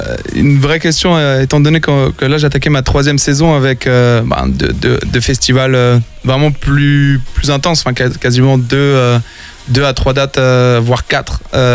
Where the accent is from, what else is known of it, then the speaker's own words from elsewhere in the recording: Landerneau, Brittany, France; vu que j'ai grandi sur Landerneau, tout ce beau monde là devant.